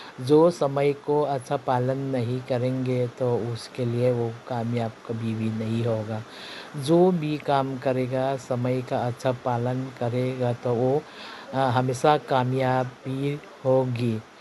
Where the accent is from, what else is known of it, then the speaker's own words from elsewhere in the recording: Murhi Basti, Assam, India; मैं मुरही बस्ती से हूँ।